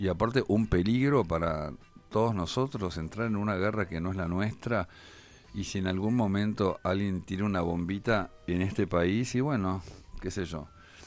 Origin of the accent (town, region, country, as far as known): Argentina